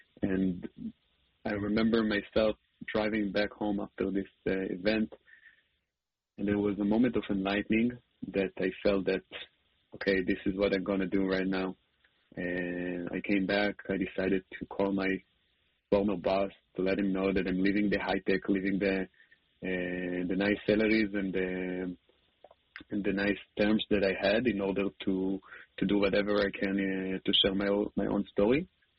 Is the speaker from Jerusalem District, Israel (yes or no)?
no; Holon, Tel Aviv District, Israel; Holon, my hometown.